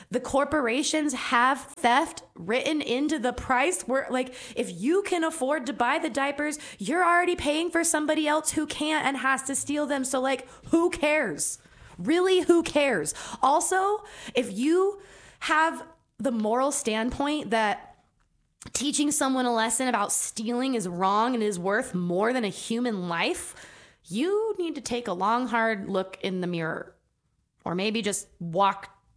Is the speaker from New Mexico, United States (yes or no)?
yes; Santa Fe, New Mexico, United States; growing up in Santa Fe.